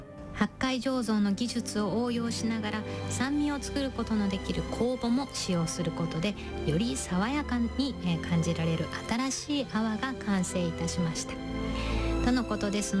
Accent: Niigata, Japan; 私のふるさと新潟ですね。

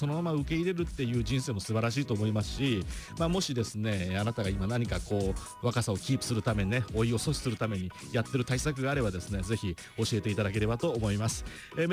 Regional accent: Tochigi, Japan; moved away; ふるさとは栃木に、帰省してまいりました。

